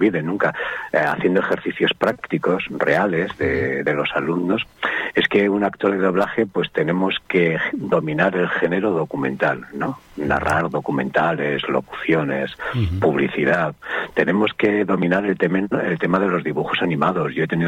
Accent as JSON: {"language": "Spanish", "town": "Castro Urdiales", "region": "Cantabria", "country": "Spain", "said": "Claro, yo soy de Cantabria, soy de Castrurdiales, y a través de unas personas pues me enteré que en el País Vasco"}